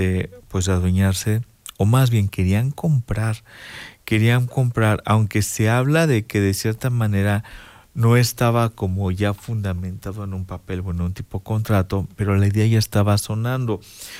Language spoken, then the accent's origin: Spanish; Mexico; nosotros como mexicanos